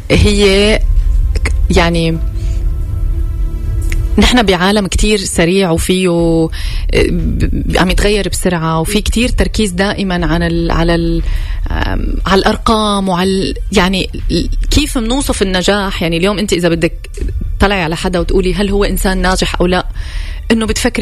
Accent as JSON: {"language": "Arabic", "country": "Syria", "said": "لأنه أنا سوري كنت خايفة أني يصير 30"}